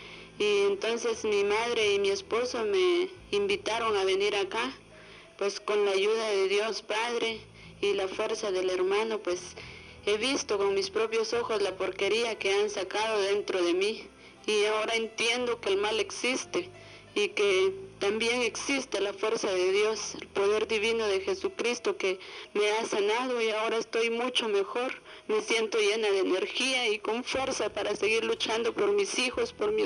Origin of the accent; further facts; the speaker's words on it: San José Pinula, Guatemala Department, Guatemala; vengo de una aldea de San José Pinula.